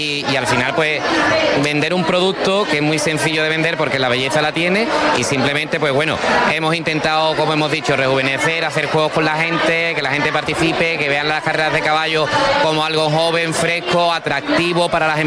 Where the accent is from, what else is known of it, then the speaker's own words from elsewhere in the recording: Sanlúcar de Barrameda, Andalusia, Spain; somos de Sanlúcar